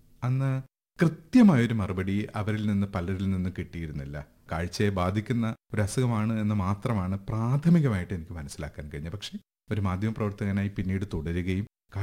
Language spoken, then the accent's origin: Malayalam; Kuttichal, Kerala, India; born there; ഞാൻ ജനിച്ചത് തിരുവനന്തപുരം ജില്ലയിലെ കുട്ടിച്ചൽ എന്ന് പറയുന്ന ഒരു ചെറിയ ഗ്രാമത്തിലാണ്.